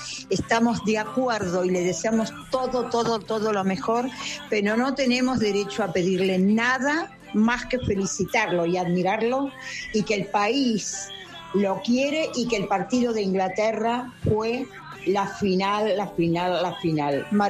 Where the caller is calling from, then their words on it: Florida, Buenos Aires Province, Argentina; de Florida, Vicente López, somos cuatro que admiramos desde hace más de 18, 20 años a nuestro querido Messi